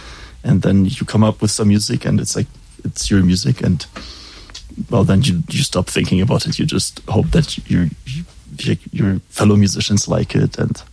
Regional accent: Dresden, Saxony, Germany; English is a second language; I am from Dresden, which is in the east of Germany, which was part of the Soviet bloc

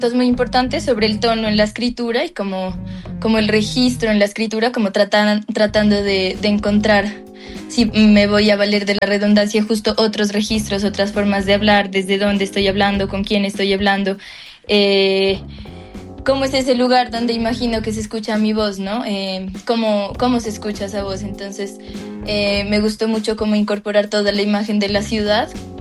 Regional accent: Pasto, Nariño, Colombia; moved away as an adult; now in Bogotá, Colombia; yo soy una artista pastusa, radicada en Bogotá hace varios años porque estudié ahí música en la Universidad Nacional.

